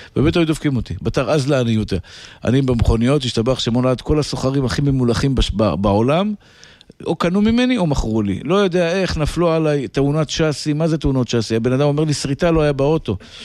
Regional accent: Tel Aviv, Tel Aviv District, Israel; נולדתי בשכונת התקווה. בית מאוד קטן.

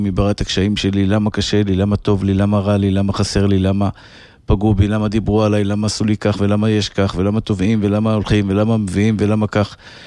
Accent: Bnei Brak, Tel Aviv District, Israel; אני גדלתי בבתי אבות פונוביץ', בהארדקור של החרדים בבני ברק. זה מקום, זה המקום שגדלתי בו. רחוב סעדיה גאון 24

